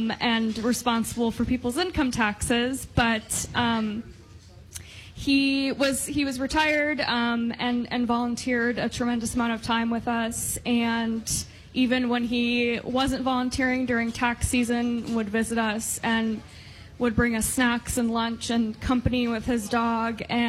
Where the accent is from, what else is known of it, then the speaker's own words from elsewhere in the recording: Kankakee, Illinois, United States; I'm originally from the Kankakee area, okay.